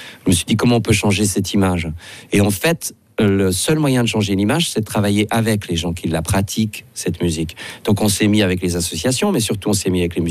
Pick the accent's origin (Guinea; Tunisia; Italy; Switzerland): Switzerland; chez nous en Suisse